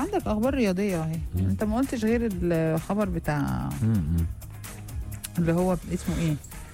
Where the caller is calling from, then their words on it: Cairo, Cairo Governorate, Egypt; مساء الخير … من القاهرة